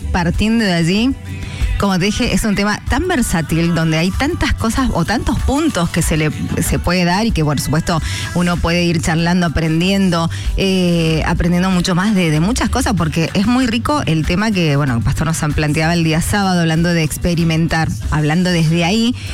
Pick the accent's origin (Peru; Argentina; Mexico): Argentina; Mendoza; Yo estoy muy feliz, muy contenta en mi país. Amo mi país, amo Argentina, Mendoza